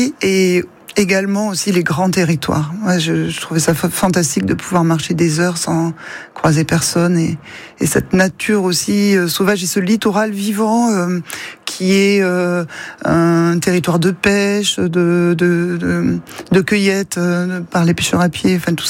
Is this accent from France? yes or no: yes; Occitanie, France; moved away as an adult; also born or lived in Paris; now in Baie de Somme, France; Je viens de la région de Carcassonne. Et je suis assez rapidement monté à Paris pour terminer mes études de designer textile. Et je suis resté une vingtaine